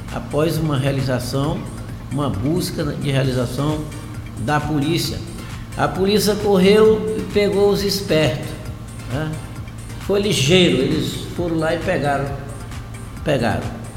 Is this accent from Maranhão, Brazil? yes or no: yes; Olho d'Água das Cunhãs, Maranhão, Brazil; born there; Olho d'Água das Cunhã, lá na minha terra, lá onde eu nasci. Eu nasci no município de Palmeira, Olho d'Água das Cunhã.